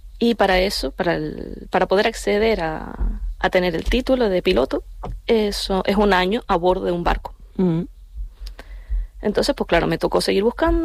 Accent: San Andrés y Sauces, Canary Islands, Spain; Yo soy nacida, crecida y pasida en San Andrés y Sauces.

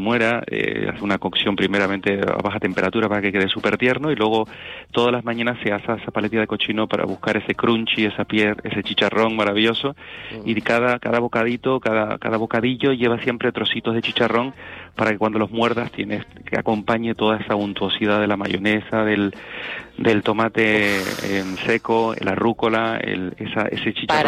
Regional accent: Canary Islands, Spain; somos tres canarios que estamos dentro de la élite

